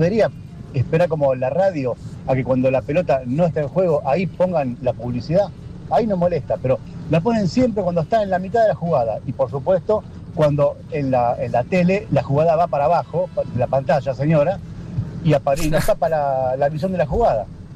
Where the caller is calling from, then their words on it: Belgrano, Buenos Aires, Argentina; soy de Belgrano.